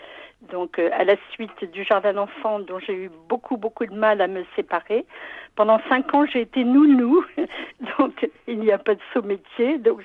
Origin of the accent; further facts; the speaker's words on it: Versailles, Île-de-France, France; born there; je suis née à Versailles. J'ai eu la chance d'avoir des parents aimants et d'avoir une enfance heureuse malgré la guerre.